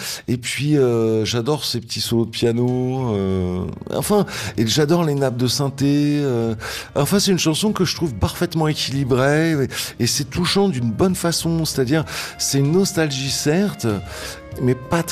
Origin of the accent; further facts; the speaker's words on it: Île-de-France, France; j'ai grandi dans le Vaudois, dans une banlieue quand même assez lointaine, relativement triste, avec pas grand chose à faire